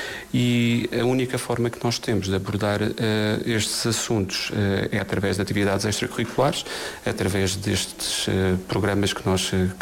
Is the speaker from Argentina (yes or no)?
no; Madeira, Portugal; nós, enquanto madeirenses